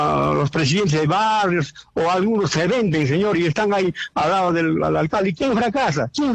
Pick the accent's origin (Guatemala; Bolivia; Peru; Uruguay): Peru; Putina, Puno; moved away; also born or lived in Arequipa; habré estado años en Arequipa, pero siento más Putina. Y en Juliaca no voto yo, yo voto en Putina. Yo tengo que ir a votar a Putina, mi pueblo querido